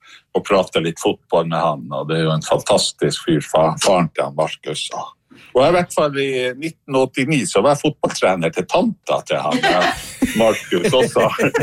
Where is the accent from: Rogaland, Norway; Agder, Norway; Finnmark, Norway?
Finnmark, Norway; Hammerfest; Vi var jo var hjemme I Hammerfest da det var selve den på Sankthansaften.